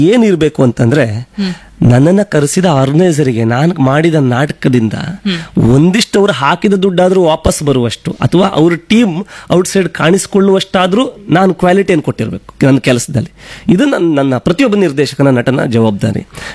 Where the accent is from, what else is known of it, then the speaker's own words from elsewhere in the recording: Kundapura, Karnataka, India; ನಾವು ಕುಂದಾಪುರ ತುಳುವವರೆಲ್ಲ